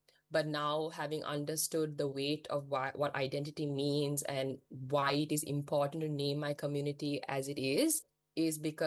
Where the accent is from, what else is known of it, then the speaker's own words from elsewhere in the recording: Colombo, Western Province, Sri Lanka; I was born in Colombo. I have lived there for almost entirely my entire life.